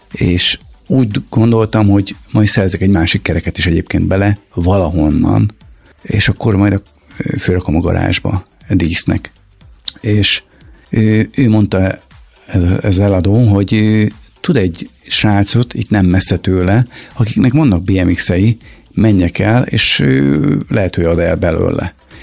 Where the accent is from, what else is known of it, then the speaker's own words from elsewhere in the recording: Nagykőrös, Pest, Hungary; lakótelepen nőttem fel, ott Nagykörösön